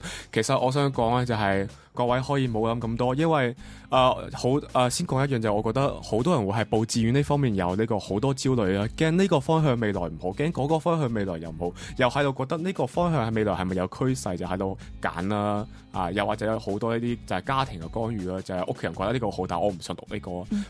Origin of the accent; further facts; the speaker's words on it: Macau; 我是来自中国澳门的